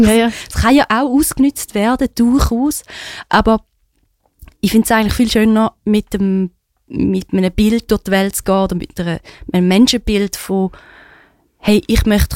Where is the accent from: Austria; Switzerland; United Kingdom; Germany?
Switzerland; born there